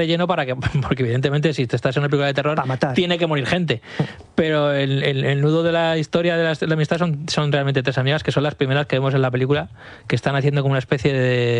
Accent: El Pozuelo, Castilla-La Mancha, Spain; en mi pueblo, en el Pozuelo

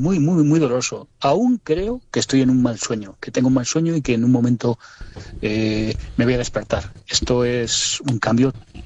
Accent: El Barraco, Castile and León, Spain; Mi pueblo es el Barraco

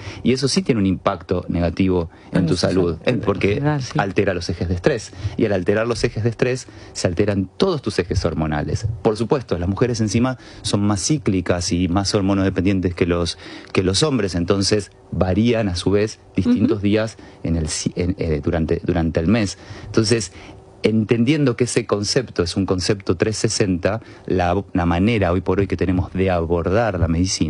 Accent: Argentina

